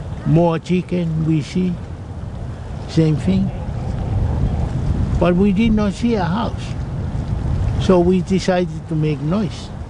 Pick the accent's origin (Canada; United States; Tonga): Tonga; When we been growing up in Tonga, and our parents teach us in so many things, how to live and things like that, how to light a fire, how to cook a food, and what sort of food to eat.